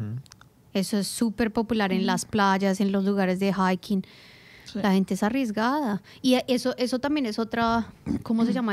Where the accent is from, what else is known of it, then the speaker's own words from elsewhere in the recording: Colombia; now in Australia; Nosotros en Latinoamérica, y bueno, hablo de Colombia